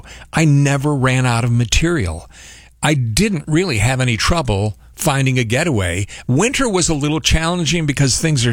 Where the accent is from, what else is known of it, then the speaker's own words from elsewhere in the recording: Painted Post, New York, United States; I grew up in the Southern Tier